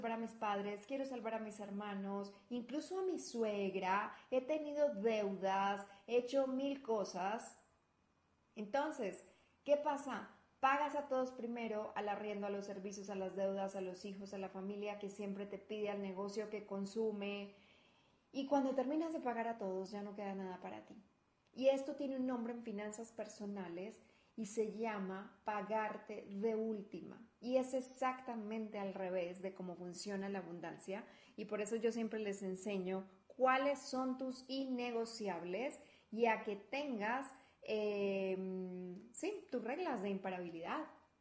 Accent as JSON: {"language": "Spanish", "country": "Colombia", "moved": "yes", "lives_now": "Guadalajara, Mexico", "said": "soy colombiana viviendo en Guadalajara, México."}